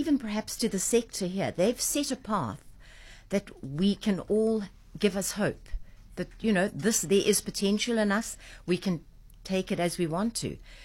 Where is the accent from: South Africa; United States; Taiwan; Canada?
South Africa; we come from South Africa